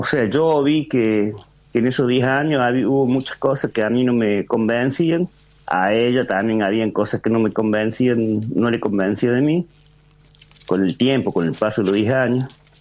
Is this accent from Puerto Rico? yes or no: no; Córdoba, Argentina